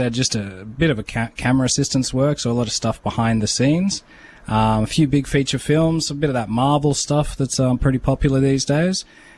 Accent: Armidale, New South Wales, Australia; I grew up in Armidale, New South Wales, which is like northern New South Wales, apparently the highest city in Australia.

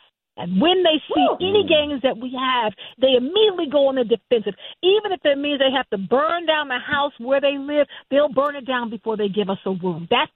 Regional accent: South Carolina, United States; I can because I grew up there, you know, at the home of, you know, Black Baptist Southerners. So I'm from South Carolina

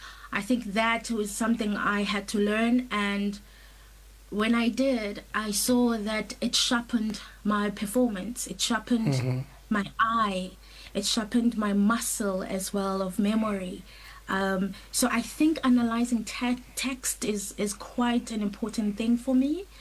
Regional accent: Tembisa, Gauteng, South Africa; I grew up in Tembisa, Johannesburg

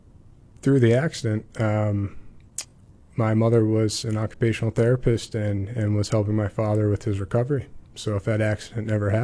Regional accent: Boynton Beach, Florida, United States; moved away as an adult; also born or lived in Northeast United States / Pennsylvania; I grew up in West Palm Beach in Boynton Beach, Florida, on the East Coast.

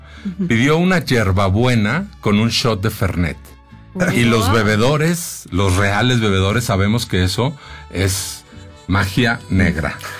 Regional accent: Guadalajara, Jalisco, Mexico; now in Monterrey, Mexico; Yo soy originario de Guadalajara.

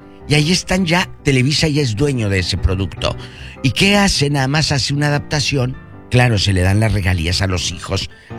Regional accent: Matamoros, Tamaulipas, Mexico; Chicos, un saludo a mi gente, a mis amigos, a mi tierra en Matamoros

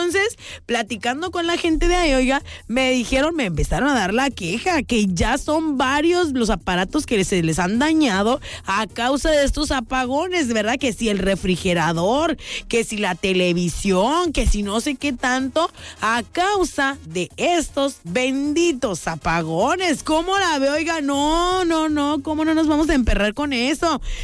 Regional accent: Guanajuato, Mexico; moved away; Soy nacida en Guanajuato, ¿verdad? Ahí nacida y ahí crecida

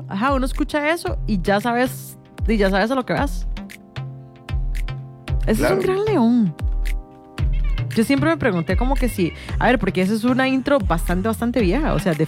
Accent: Cartago, Costa Rica; also born or lived in San José; Yo soy Cartago

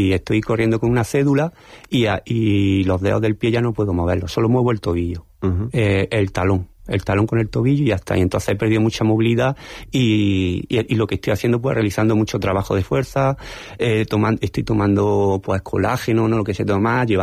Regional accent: Linares, Andalusia, Spain; born there; Y eso es lo que yo he sembrado en mi tierra y es lo que he aprendido de mi Linares.

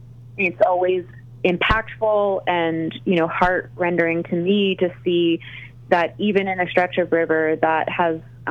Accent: New Mexico, United States; I am actually from the El Paso, Southern New Mexico area myself, and growing up in that region is what brought me to this work.

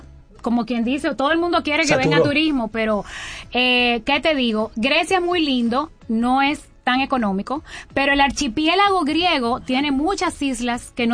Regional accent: Dominican Republic; no es porque soy dominicana

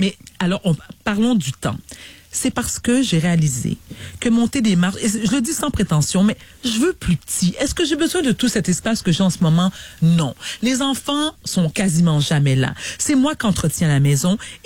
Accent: Quebec, Canada; born there; Je suis une fière québécoise d'origine haïtienne, née au Québec, née sur un fleur de lys, d'origine haïtienne, très fière des deux cultures.

